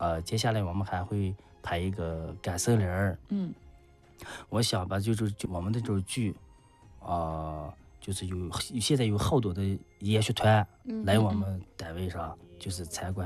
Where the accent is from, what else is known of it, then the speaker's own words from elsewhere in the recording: Shaanxi, China; 用我的歌声，记录我家乡的变化，让更多的人能听到咱们新时代的陕北声音